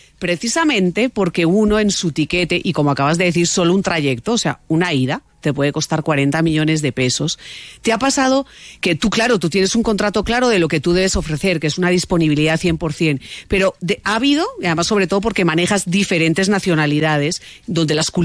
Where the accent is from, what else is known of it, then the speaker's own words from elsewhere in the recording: Colombia; Y además recuerda que soy colombiana.